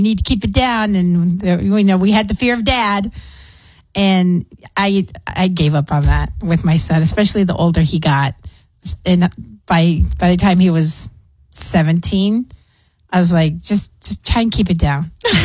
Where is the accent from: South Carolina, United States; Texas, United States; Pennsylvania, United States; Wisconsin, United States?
Texas, United States; Clint; Growing up in Clint and, you know, just running around in the fields and on the dirt roads